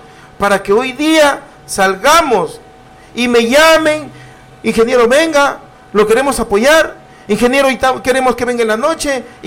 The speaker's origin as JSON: {"language": "Spanish", "town": "Túcume", "region": "Lambayeque", "country": "Peru", "said": "Yo soy del caserío La Pintada"}